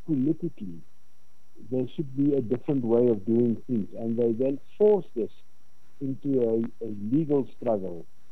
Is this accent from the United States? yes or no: no; Gauteng, South Africa; I grew up in the Vaal Triangle. In other words, the ward, Everton, is really not far from where I grew up as a child. And I left the Vaal Triangle